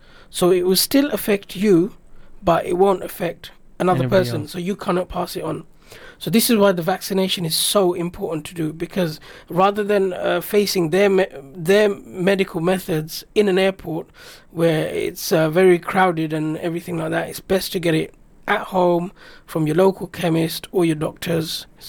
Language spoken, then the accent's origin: English; United Kingdom; being a Brit, Arabic is not my first language.